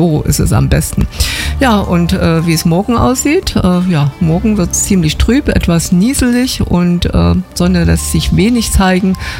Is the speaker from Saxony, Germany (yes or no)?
yes; Gaschwitz, Saxony, Germany; ich komme nämlich aus Gaschwitz